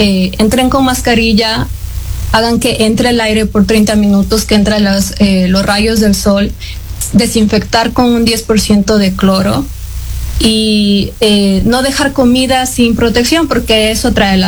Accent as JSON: {"language": "Spanish", "town": "Quito", "region": "Pichincha", "country": "Ecuador", "lives_now": "United States", "said": "Yo soy de Quito."}